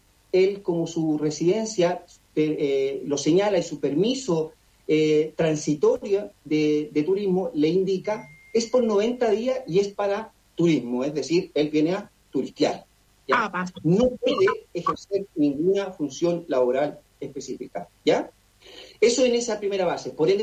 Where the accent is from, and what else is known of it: Chile